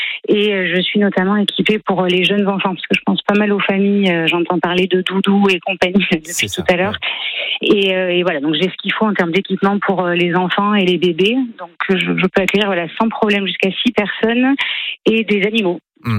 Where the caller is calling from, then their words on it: Tartas, Nouvelle-Aquitaine, France; je suis sur Tartas.